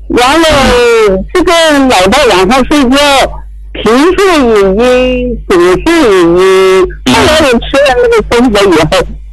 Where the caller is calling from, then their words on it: Kunming, Yunnan, China; 我是云南的，云南昆明的，